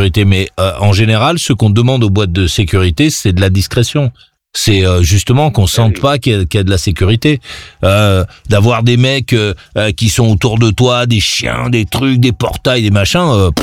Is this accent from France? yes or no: yes; Paris, Île-de-France, France; born there; Moi, j'habite à Paris depuis toujours, je m'absente, je reviens, je repars.